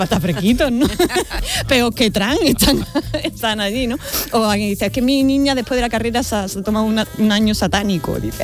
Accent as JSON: {"language": "Spanish", "region": "Andalusia", "country": "Spain", "accent": "Andalusian"}